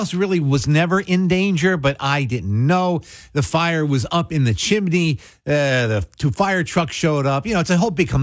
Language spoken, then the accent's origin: English; Mays Landing, New Jersey, United States; But when I was a kid growing up in Mays Landing, we had sirens that would go off in town